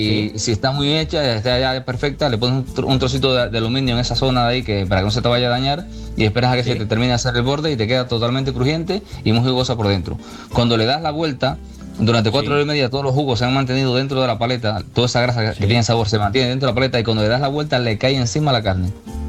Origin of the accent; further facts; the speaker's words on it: Cuba; Los descendientes de españoles, bueno, que somos los cubanos, que somos prácticamente todos descendientes españoles